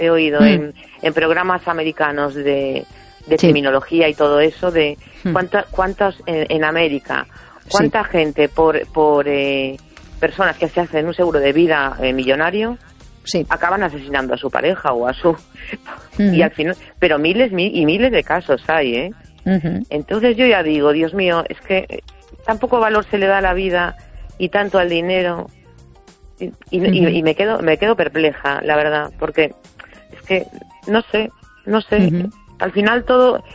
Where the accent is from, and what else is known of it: A Coruña, Galicia, Spain